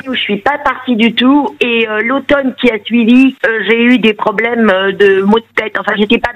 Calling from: Bergerac, Nouvelle-Aquitaine, France; Alors, en fait, moi, j'habite à Bergerac

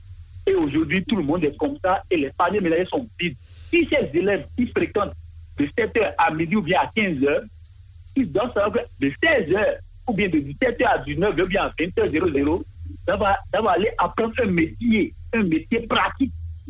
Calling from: Benin

